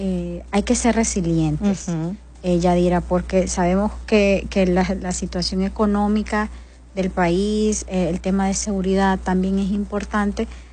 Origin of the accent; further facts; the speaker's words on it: Honduras; nosotros como hondureños, como sociedad, tenemos que ser agradecidos.